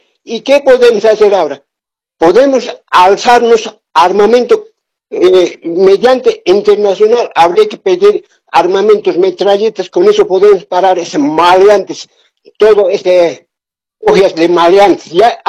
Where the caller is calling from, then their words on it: Cochabamba, Bolivia; estoy llamando de Cochabamba